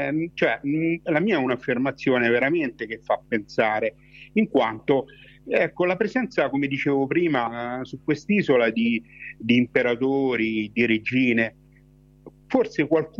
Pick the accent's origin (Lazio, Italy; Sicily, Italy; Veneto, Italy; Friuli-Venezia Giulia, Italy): Lazio, Italy; Marta; del mio paese, di Marta